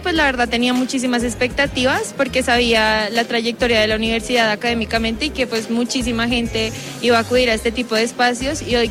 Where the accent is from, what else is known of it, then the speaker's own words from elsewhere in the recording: Sibundoy, Putumayo, Colombia; moved away as an adult; also born or lived in Tumaco; now in Bogotá, Colombia; Ella está en Sibundoy Putumayo, que es mi pueblo donde yo vivo.